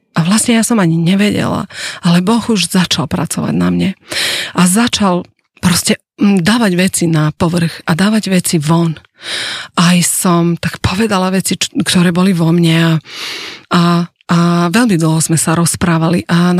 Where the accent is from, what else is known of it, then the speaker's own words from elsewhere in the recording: Serbia; moved away as an adult; now in Slovakia; A ja som vlastne … som zo Srbska a žila som tam takých 35 rokov a potom s manželom sme sa rozhodli, že prídeme tu na Slovensko.